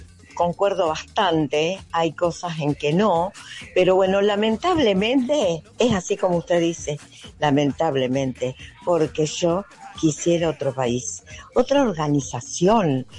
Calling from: Los Toldos, Buenos Aires Province, Argentina; de Los Toldos, provincia de Buenos Aires.

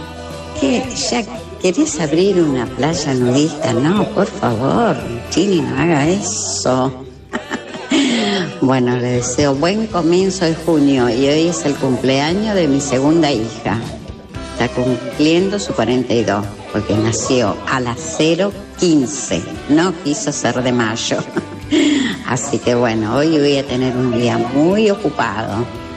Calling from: Lomas de Zamora, Buenos Aires Province, Argentina; de Loma de Zamora.

